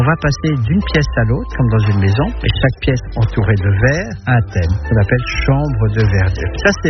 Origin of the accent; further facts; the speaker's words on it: Flanders, Belgium; Et comme je suis flamand, je me suis dit, tiens, je vais faire un jardin à la flamande.